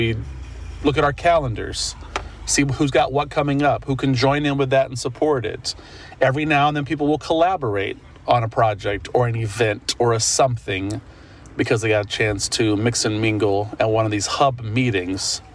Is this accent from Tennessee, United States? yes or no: yes; Chattanooga, Tennessee, United States; now in Savannah, United States; I'm only a three and a half years I've lived here. And I came from the South, about 6 hours north in Chattanooga, Tennessee.